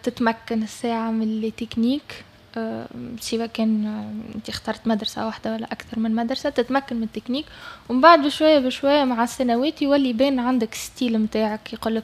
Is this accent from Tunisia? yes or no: yes; Tunisia; moved away as an adult; also born or lived in Portugal / Spain; now in Dubai, United Arab Emirates; كبرت من الاول في تونس